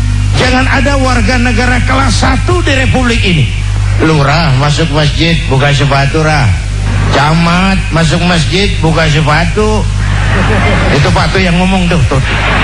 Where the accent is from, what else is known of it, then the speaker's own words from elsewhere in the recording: Jakarta, Indonesia; born there; Satu hari kampung saya kebanjiran.